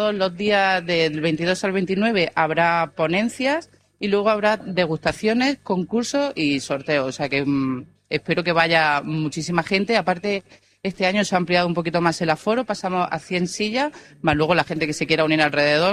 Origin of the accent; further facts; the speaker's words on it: Almería, Andalusia, Spain; Almería es mi tierra, los almerienses son mi gente y es mi vida.